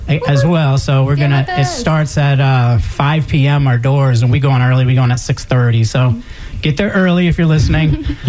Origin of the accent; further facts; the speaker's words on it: Florida, United States; I grew up in South Florida playing like the heaviest music I could possibly find or create